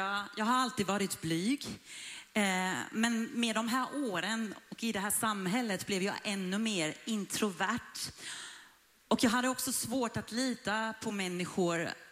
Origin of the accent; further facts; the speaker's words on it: Iran; now in Sweden; När människor hör att jag är uppvuxen i Iran så frågar de ofta hur det liksom är där eller hur det var att växa upp där.